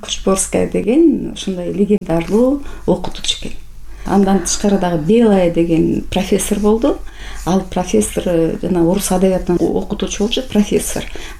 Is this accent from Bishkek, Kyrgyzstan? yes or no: yes; Bishkek, Kyrgyzstan; also born or lived in Sokuluk; Мен мектепте окуй элек болчумун. Ошол учурда көчүп келдик да, Кызыл Аскерде чоң энемде келдим.